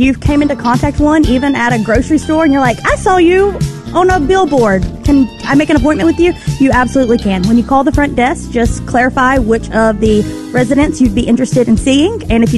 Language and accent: English; Mississippi, United States; So I was born and raised in Lincoln County. I went to Lloyd Star